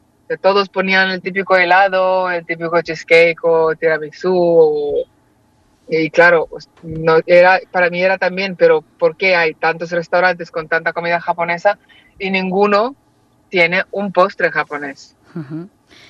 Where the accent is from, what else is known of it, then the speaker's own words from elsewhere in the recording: Moldova; now in Barcelona, Spain; lo vi en una tienda en Moldavia, de donde soy yo, hace como 10 años